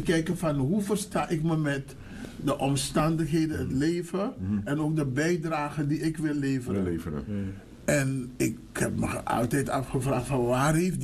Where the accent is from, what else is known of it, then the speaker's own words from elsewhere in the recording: Suriname; now in Amsterdam, Netherlands; Want ik ben in Suriname grootgebracht.